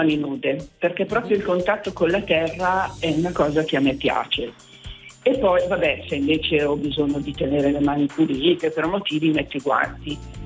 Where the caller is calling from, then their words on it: Novara, Piedmont, Italy; Io abito a Novara.